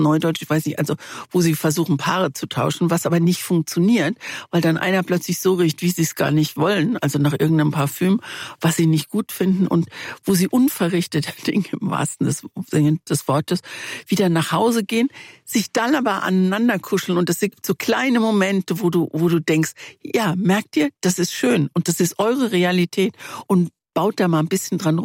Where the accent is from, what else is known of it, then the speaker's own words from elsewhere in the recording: Morocco; Ja, als Marokkanerin mit Französisch ist lächerlich.